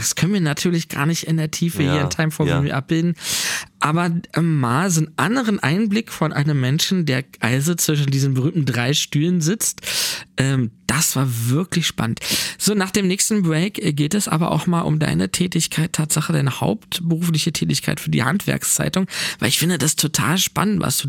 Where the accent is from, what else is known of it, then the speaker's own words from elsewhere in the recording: Germany; Wir sollten vielleicht als Deutsche